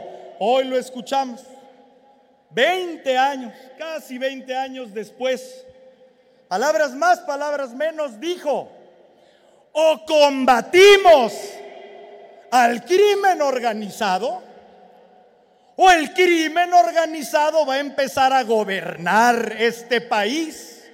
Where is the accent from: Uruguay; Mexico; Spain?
Mexico; cada uno de los que somos mexicanos libres